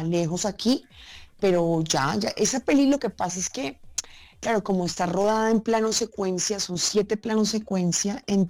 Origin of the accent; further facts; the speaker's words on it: Medellín, Antioquia, Colombia; En mi tierra, Medellín, vamos a estar en Las Américas, en Cine Mallorca, en Cine Procinal.